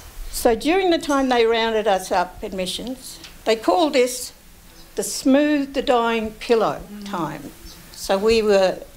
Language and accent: English; New South Wales, Australia; I'm not an Australian. I've been Bigamore Gomeroi for 100,000 years